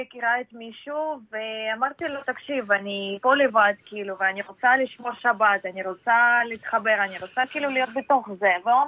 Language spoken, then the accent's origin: Hebrew; Czechia; Hebrew is a second language; now in Israel; עליתי מצ'כיה.